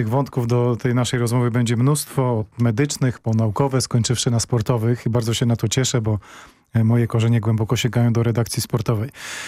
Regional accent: Warsaw, Masovian Voivodeship, Poland; Jestem tego bardzo ciekaw jako warszawiak.

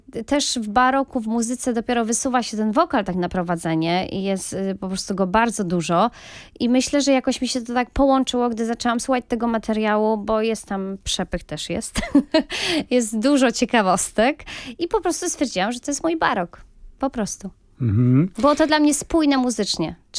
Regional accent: Lublin Voivodeship, Poland; Ja ogólnie pochodzę z Lubelszczyzny, więc też dużo takiej muzyki tradycyjnej słyszałam gdzieś, jak byłam małą dziewczynką.

